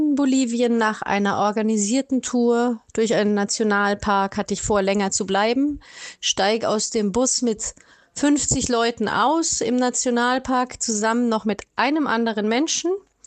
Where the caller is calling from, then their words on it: Germany; weil ich war ja Deutsche.